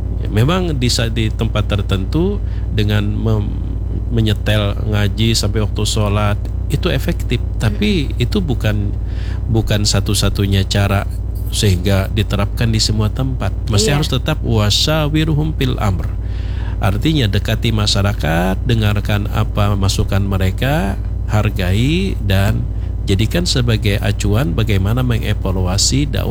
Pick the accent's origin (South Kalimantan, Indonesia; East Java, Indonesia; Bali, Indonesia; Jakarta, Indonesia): South Kalimantan, Indonesia; Sabar itu dalam pepatah kita orang Banjar adalah wajah sampai ke puting, itu sabar.